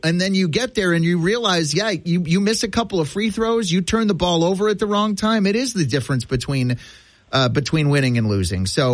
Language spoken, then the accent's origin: English; Denver, Colorado, United States; I grew up in Denver.